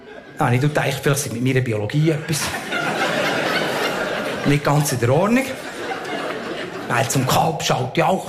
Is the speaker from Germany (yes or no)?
no; Switzerland; bei uns in der Schweiz, ja, läuft darum eben der Geschlechterdiskurs auf einem tieferen Niveau ab